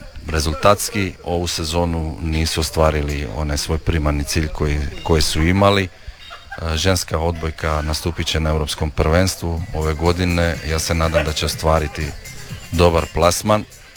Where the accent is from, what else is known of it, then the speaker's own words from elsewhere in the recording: Bibinje, Zadar County, Croatia; u mojem mjestu iz kojeg sam ja potekao.